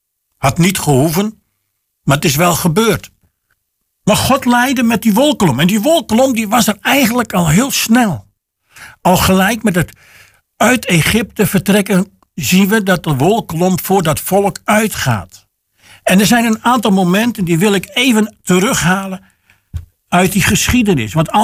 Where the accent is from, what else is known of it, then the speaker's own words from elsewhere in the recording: Sneek, Friesland, Netherlands; ik kom zelf uit Sneek